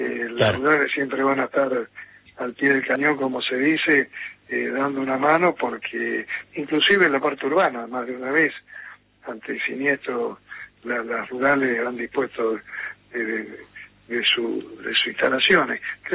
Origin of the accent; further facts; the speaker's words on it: Argentina; como muchos argentinos, al crédito le tenemos cierto resquemor